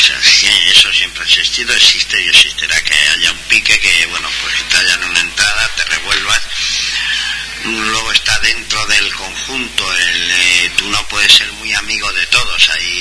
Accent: Community of Madrid, Spain; Bueno, nosotros también somos madrileños, ¿eh?

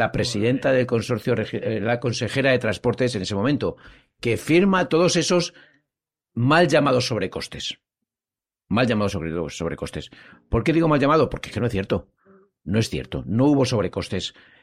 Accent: Community of Madrid, Spain; oye, que somos madrileños de pleno derecho

